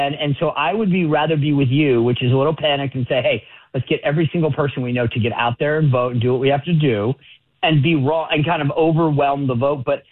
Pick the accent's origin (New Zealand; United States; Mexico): United States; Rhode Island; I'm from Rhode Island